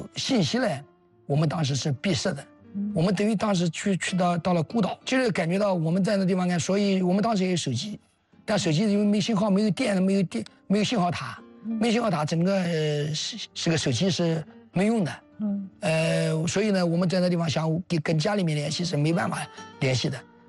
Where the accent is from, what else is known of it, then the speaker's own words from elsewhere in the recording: Anhui, China; 我们安徽人是真的实在